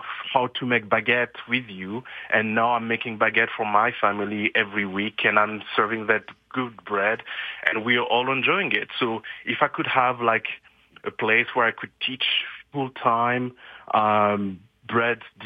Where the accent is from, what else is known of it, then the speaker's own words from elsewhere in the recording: Paris, Île-de-France, France; moved away as an adult; now in Calgary, Canada; So I was born and raised in Paris. And, you know, in Paris, you don't realize how lucky you are to have all those bakeries around you at every corner.